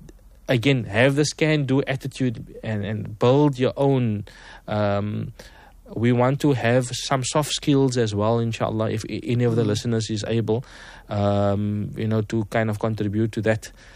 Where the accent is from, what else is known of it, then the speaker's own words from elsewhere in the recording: Cape Town, Western Cape, South Africa; I grew up in Lavendale.